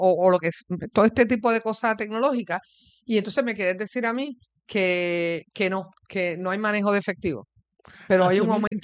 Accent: Mayagüez, Puerto Rico; born there; digo yo, que nací en Mayagüez, es que vamos a terminar redondeando el precio en la venta

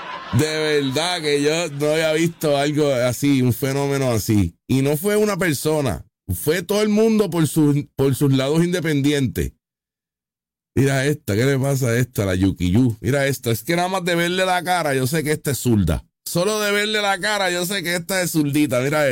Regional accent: Puerto Rico; Yo soy boricua. Boricua soy.

